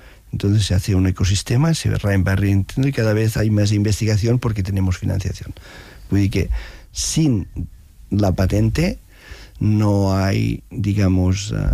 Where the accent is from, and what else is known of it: Arenys de Mar, Catalonia, Spain